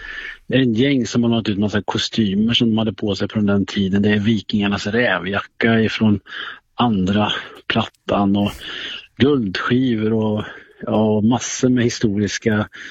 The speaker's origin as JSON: {"language": "Swedish", "town": "Skara", "region": "Västra Götaland County", "country": "Sweden", "tie": "born or raised there"}